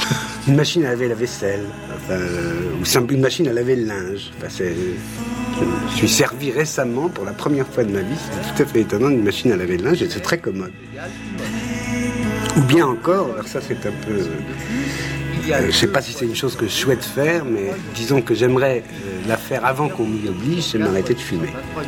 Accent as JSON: {"language": "French", "town": "Paris", "region": "Île-de-France", "country": "France", "tie": "born or raised there", "said": "J'ai jamais été, depuis que je suis parisien, depuis ma naissance, j'ai jamais été sur les bateaux-mouches."}